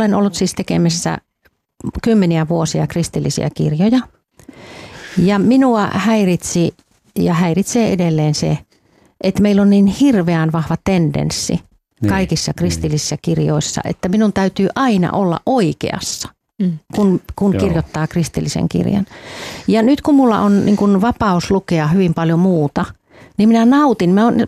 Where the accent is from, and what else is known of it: Helsinki, Uusimaa, Finland